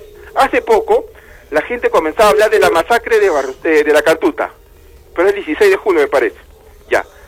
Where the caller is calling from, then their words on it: Lima, Peru; Los que somos de Lima, sabemos de eso.